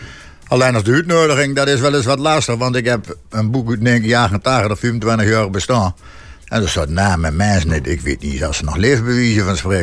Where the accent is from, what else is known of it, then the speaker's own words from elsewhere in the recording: Dedemsvaart, Overijssel, Netherlands; Ik kom van de Voort.